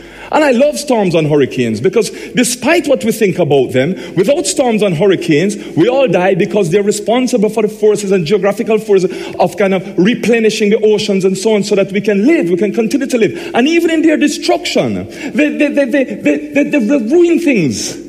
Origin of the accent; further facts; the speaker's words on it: Jamaica; accent: Jamaican; by now you should be able to work out from my accent that I'm Jamaican. Some of you would have worked it out. As to, you know, I have a very strong accent.